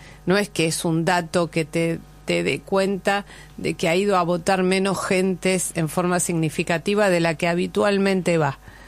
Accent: Argentina; avergüenza a uno como argentino

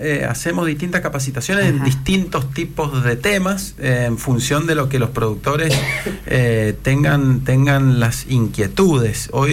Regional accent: Mendoza, Argentina

